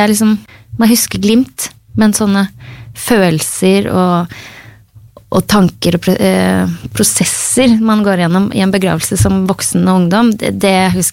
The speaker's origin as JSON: {"language": "Norwegian", "region": "Oslo", "country": "Norway", "tie": "born or raised there", "said": "Ja, det må liksom nevnes at både mamma og pappa, jeg vokste opp I Oslo, og de begge nordlendinger."}